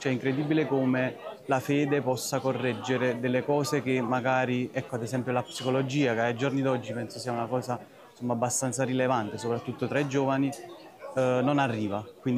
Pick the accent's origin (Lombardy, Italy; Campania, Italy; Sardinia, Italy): Campania, Italy; Pollena Trocchia; vengo da Pollena Trocchia in provincia di Napoli.